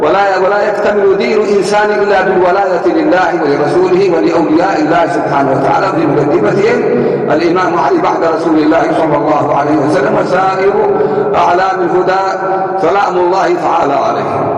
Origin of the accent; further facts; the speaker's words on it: Yemen; نحن لسنا بدعا من أهل اليمن